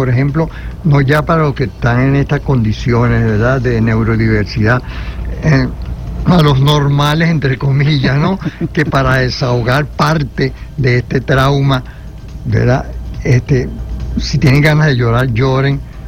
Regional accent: Venezuela; nosotros como venezolanos tenemos que agradecer esa iniciativa

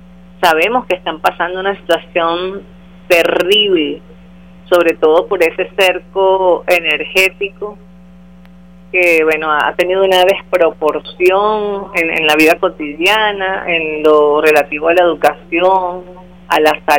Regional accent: Venezuela; como pueblo venezolano nos sumemos

